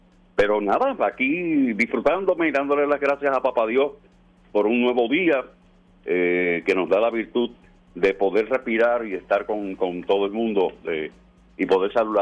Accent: Fajardo, Puerto Rico; siempre he destacado el hecho de que soy de Fajardo. Soy un cariduro de los de verdad, de Fajardo.

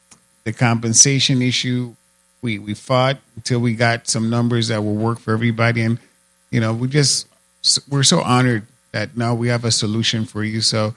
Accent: Frederiksted, St. Croix, U.S. Virgin Islands; I grew up in Williams Delight, 117.

